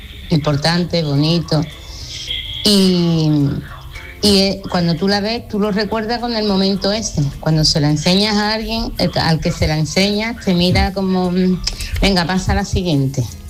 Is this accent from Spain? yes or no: yes; Cádiz, Andalusia, Spain